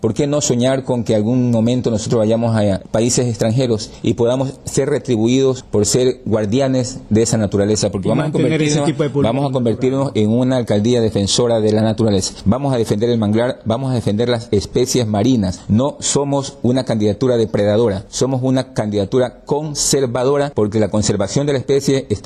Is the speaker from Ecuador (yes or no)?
yes; Eloy Alfaro, Esmeraldas, Ecuador; y créeme que esa es mi tierra natal, es donde yo me he desarrollado